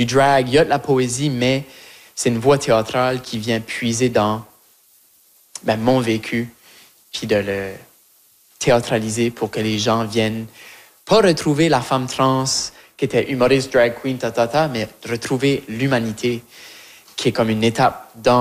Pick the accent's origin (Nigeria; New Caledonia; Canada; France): Canada; Shediac, New Brunswick; Moi, je viens de Shediac, comme... OK.